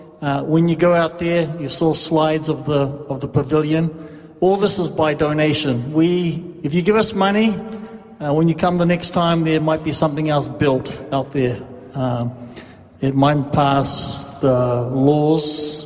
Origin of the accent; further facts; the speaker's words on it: New Zealand; I'm a New Zealander